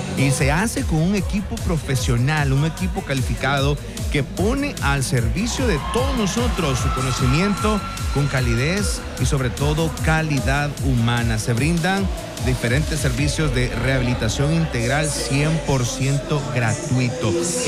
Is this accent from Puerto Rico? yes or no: no; El Salvador; nosotros como salvadoreños